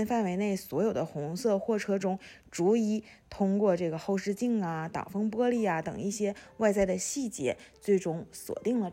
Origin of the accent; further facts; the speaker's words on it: China